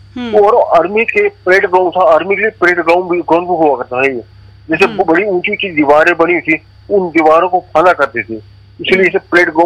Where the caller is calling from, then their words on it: Dharamshala, Himachal Pradesh, India; हमारा ये गांव है छोटा सा, ये धर्मशाला नहीं है, अपना स्टेडियम के पास ही है।